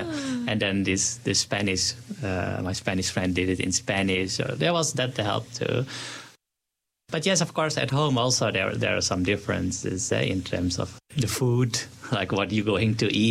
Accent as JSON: {"language": "English", "country": "Netherlands", "tie": "born or raised there", "also_born_or_lived": "Utrecht, Netherlands / Khon Kaen, Thailand", "moved": "as an adult"}